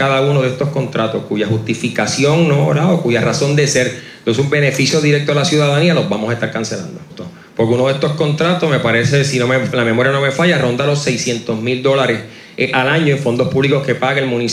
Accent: San Juan, Puerto Rico; born there; now in Cataño, Puerto Rico; No es un secreto, yo no nací en Cataño, yo nací en San Juan

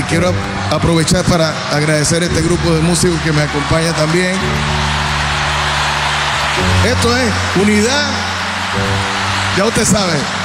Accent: Puerto Rico; Yo soy puertorriqueño salsero

